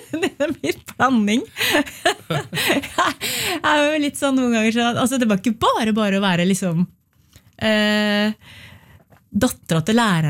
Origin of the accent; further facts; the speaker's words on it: Re, Vestfold, Norway; Skolen var i Tønsberg, ja. Men jeg vokste opp i Re kommune på landet, utenfor Tønsberg.